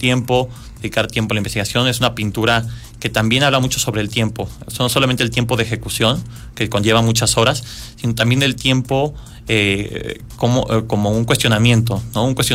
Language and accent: Spanish; Querétaro, Mexico; siendo yo queretano